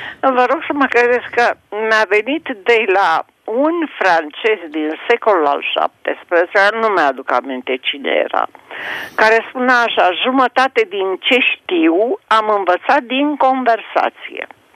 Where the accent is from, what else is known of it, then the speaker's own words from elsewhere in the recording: Dolj, Romania; moved away; Eu sunt născută în Oltenia, la 27 de kilometri de Craiova